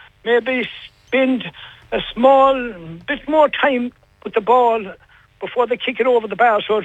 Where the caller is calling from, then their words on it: Charlestown, Connacht, Ireland; I am from Carlistown